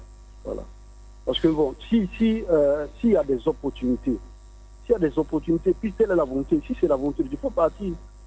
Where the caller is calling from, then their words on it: Abidjan, Côte d’Ivoire; je vous appelle dans la commune de Cocody.